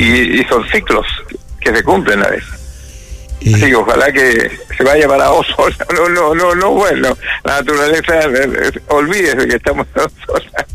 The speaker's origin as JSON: {"language": "Spanish", "country": "Chile", "said": "Somos así los chilenos"}